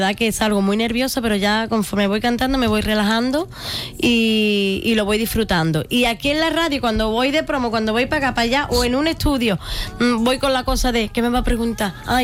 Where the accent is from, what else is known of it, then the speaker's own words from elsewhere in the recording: Almonte, Andalusia, Spain; Mi pueblo siempre conmigo, por bandera.